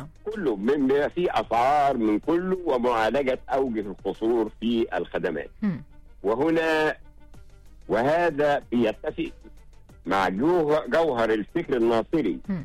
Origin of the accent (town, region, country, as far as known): Egypt